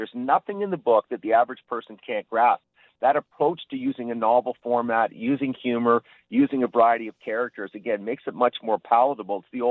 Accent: Canada; Obviously, I'm Canadian, and we're selling it through Canadian distribution only.

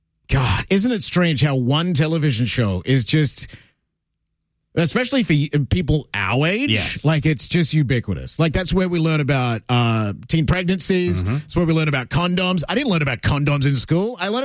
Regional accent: Australia; moved away; I grew up in Australia watching Degrassi, and when I moved to the east side, the first place I went that day was Degrassi Street.

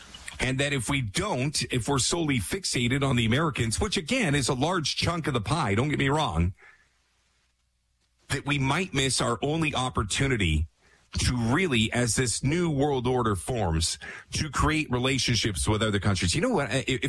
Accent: Canada; And as a Canadian, I'm sure there's certain sectors out there that be like, God, we need a deal.

